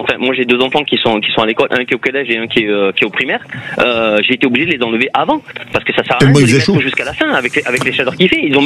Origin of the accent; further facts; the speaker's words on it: Marseille, Provence-Alpes-Côte d'Azur, France; Je suis de Marseille, donc je ne pourrais pas vous dire pour Nantes.